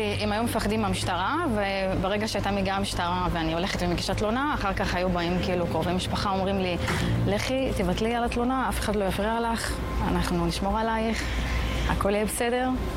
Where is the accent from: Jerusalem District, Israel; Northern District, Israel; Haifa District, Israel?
Northern District, Israel; Kafr Manda; אני גדלתי בכפר מנדזי, כפר ערבי מוסלמי. כיום אני רואה את עצמי ישראלית לכל דבר.